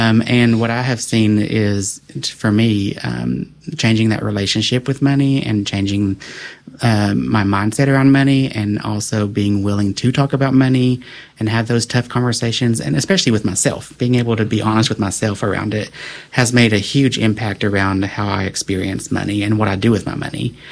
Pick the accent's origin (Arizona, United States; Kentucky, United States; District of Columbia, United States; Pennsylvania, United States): Kentucky, United States; And I was raised in Eastern Kentucky in a Pentecostal environment.